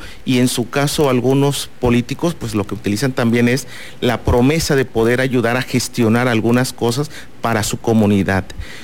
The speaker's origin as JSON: {"language": "Spanish", "region": "Tabasco", "country": "Mexico"}